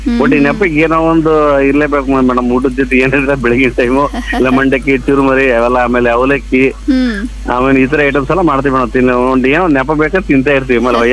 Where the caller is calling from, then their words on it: North Karnataka, India; ನಾವು ಉತ್ತರ ಕರ್ನಾಟಕದವರು